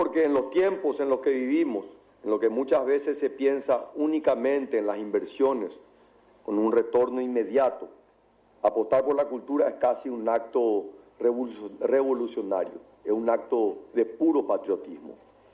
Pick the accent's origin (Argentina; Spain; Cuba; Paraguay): Paraguay; vengo como un paraguayo, amante de nuestra tierra, orgulloso de nuestras raíces